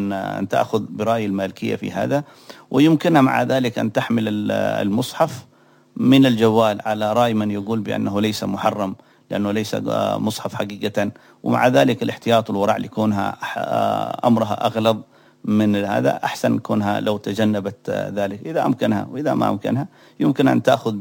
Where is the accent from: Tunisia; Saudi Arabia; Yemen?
Yemen; عندنا في اليمن